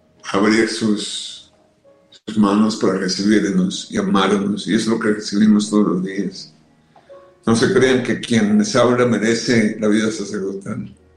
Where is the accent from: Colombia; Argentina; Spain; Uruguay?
Colombia; Bueno, yo soy colombiano, pero tengo un corazón mexicano, luego también México es mi segundo terruño.